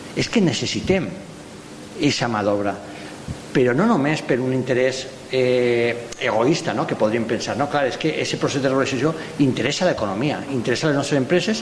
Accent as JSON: {"language": "Catalan", "town": "Alcoy", "region": "Valencian Community", "country": "Spain"}